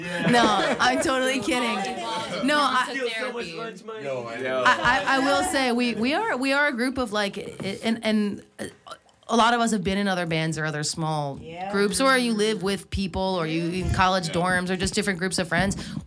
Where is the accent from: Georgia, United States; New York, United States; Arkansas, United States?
New York, United States; You know, we're from New York, and we're laid-back people who love each other and just want to spread this sort of message of positivity.